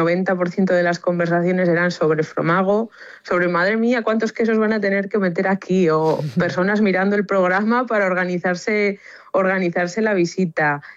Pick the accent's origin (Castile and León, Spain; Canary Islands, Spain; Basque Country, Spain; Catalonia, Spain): Castile and León, Spain; Salamanca; Yo, como sabéis, soy de Salamanca, que lo he dicho muchas veces, y me vine ya a Zamora el lunes de la semana pasada, o sea, llevo aquí prácticamente 2 semanas ya zamoranas de acogida